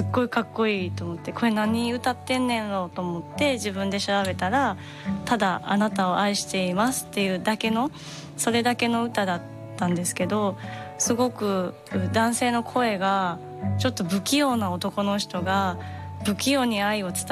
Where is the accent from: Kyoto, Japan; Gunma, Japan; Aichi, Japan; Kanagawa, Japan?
Kyoto, Japan; 京都出身なので、もう京都が大好きで、で大好きで、まあよく2ヶ月に1回ぐらいは帰ってるんですけど